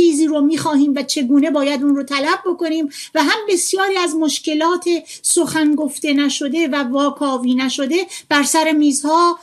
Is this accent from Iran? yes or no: yes; Iran; ما همه مردمیم، ما همه ایرانیم